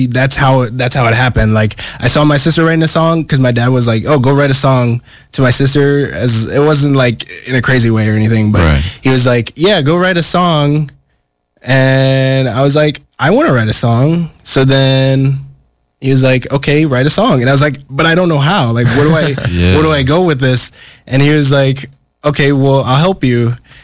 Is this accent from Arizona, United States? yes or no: no; Little Canada, Minnesota, United States; I grew up in Little Canada. But yeah, I'm from here.